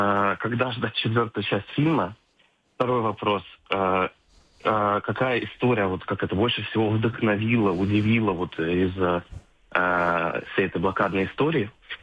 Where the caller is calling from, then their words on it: Saint Petersburg, Russia; я, как житель Санкт-Петербурга, я не могу говорить, что я вот ленинградец